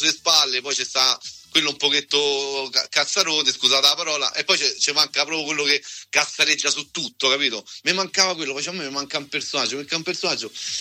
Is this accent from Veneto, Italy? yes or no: no; Rome, Lazio, Italy; Ciao Eleonora, vengo da Roma